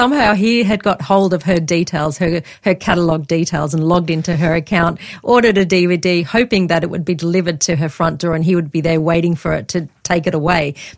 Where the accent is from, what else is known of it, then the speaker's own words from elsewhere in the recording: Australia; And there was nothing I could do because I was a traveller from Australia.